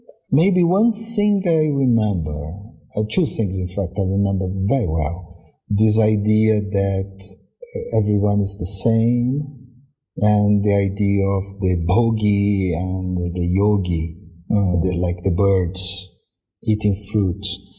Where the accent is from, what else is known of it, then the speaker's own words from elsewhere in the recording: Brazil; I'm from middle class, and middle class in Brazil, at least at that time, we were quite open, especially in a city like São Pa